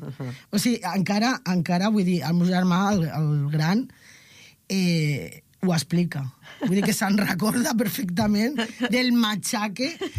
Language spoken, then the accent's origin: Catalan; Barcelona, Catalonia, Spain; born there; Jo vaig néixer a Barcelona. Uh-huh. Soc de mare granaïna, uh-huh, i pare català.